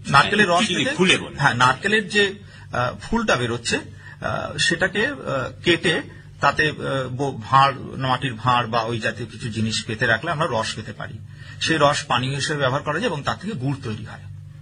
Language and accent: Bangla; West Bengal, India